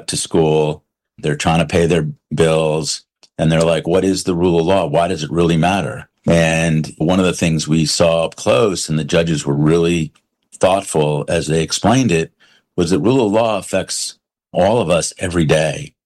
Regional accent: New Rochelle, New York, United States; I grew up in New Rochelle, New York, just north of New York City.

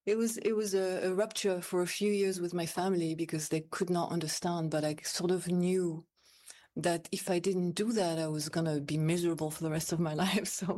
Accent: France; also born or lived in United Kingdom; now in New York, United States; And I didn't really love growing up in France either. And I remember arriving in New York and feeling, oh, I have found my place.

